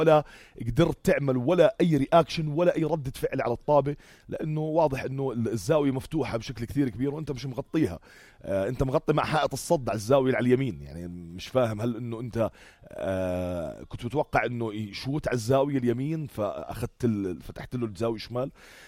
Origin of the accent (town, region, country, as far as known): Jordan